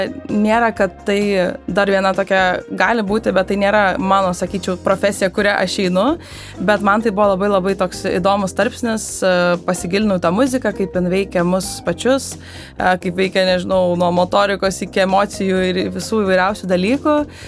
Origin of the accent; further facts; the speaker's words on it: Krekenava, Panevėžys County, Lithuania; moved away as an adult; aš esu iš Krekenavos